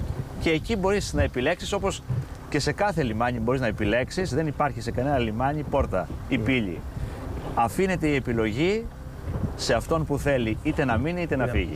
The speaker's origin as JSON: {"language": "Greek", "town": "Nafpaktos", "region": "Western Greece", "country": "Greece", "tie": "born or raised there", "said": "Γεννήθηκα στην Ναύπακτο, μεγάλωσα στην Ναύπακτο, πήγα σχολείο στην Ναύπακτο, έζησα την Ναύπακτο σε όλες τις φάσεις της και τους δύσκολους χειμώνες και τα ωραία καλοκαίρια και τη φύση και τη θάλασσα κυρίως και το κάστρο."}